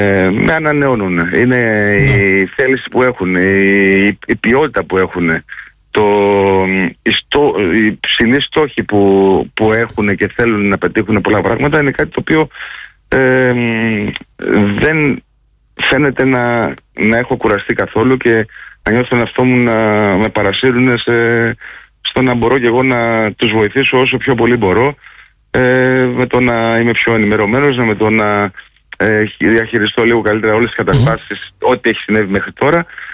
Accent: Greece; Καταλαβαίνετε, σαν Έλληνας κι εσείς.

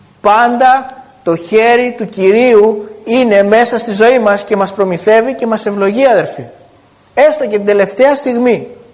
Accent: Greece; είμαστε Έλληνες.

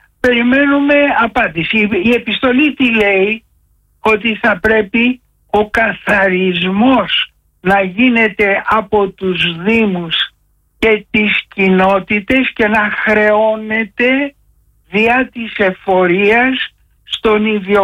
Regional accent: Egypt; στην πατρίδα μου την Αίγυπτο

